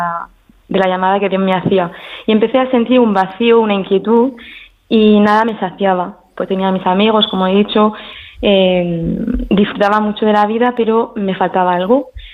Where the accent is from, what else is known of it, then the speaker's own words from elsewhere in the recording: Paris, Île-de-France, France; moved away as an adult; yo nací, bueno, soy francesa, mi padre es francés, mi madre española, murciana, y yo nací en París y viví ahí hasta los 22 años, hasta que entré al convento.